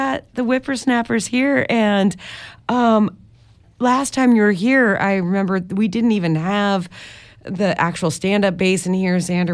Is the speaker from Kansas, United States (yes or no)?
yes; Kansas, United States; born there; also born or lived in St. Louis, Missouri; I grew up in Central Kansas and St. Louis, Missouri.